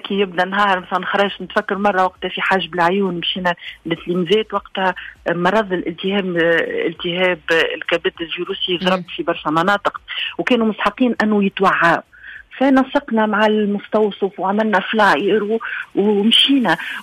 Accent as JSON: {"language": "Arabic", "country": "Tunisia", "said": "أنا تونسية بنت الأرض ذي"}